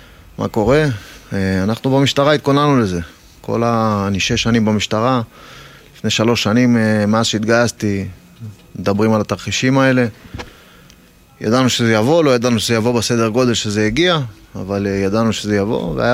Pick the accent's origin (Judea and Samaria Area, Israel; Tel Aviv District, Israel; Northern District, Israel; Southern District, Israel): Southern District, Israel; Arad; born there; moved away; תושב אותה עיר שאני נולדתי בה, תושב ערד